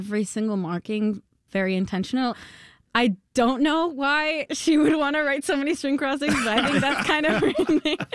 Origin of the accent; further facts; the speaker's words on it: Spain; I grew up in Spain. I was born in Spain. My mom is Spanish Dominican. My dad is Spanish.